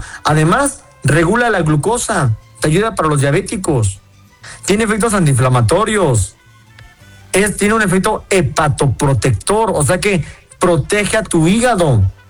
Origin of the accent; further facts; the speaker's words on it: Toluca, State of Mexico, Mexico; Más ahora que estoy en Ciudad de México, porque yo soy de acá de Toluca.